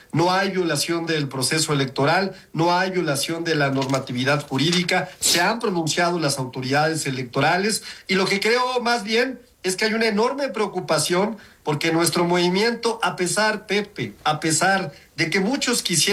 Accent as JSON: {"language": "Spanish", "town": "Cuauhtémoc", "region": "Mexico City", "country": "Mexico", "tie": "born there", "said": "Bueno, yo soy vecino de la Cuauhtémoc, nací aquí"}